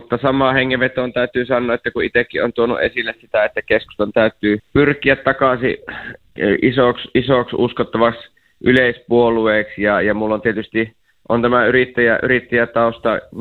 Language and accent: Finnish; Eastern Finland, Finland; kun oma vaalipiiri on Savo-Karjala ja kuitenkin tulen Itäistä Suomesta